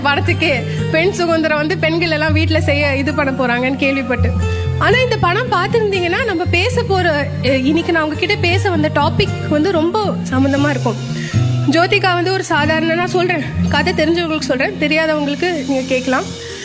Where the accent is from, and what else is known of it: Tamil Nadu, India